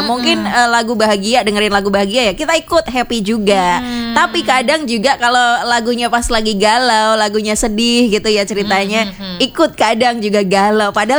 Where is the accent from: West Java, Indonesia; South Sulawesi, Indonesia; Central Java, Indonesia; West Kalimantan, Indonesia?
Central Java, Indonesia; Surakarta; now in Jember, Indonesia; Solo, betul.